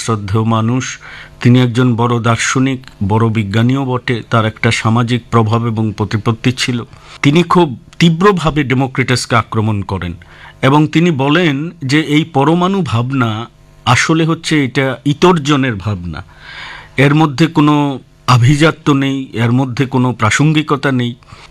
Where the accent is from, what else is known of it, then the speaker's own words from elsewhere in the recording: India; কিন্তু একজন ভারতীয় হিসেবে যে কথাটা বলতে ভালো লাগছে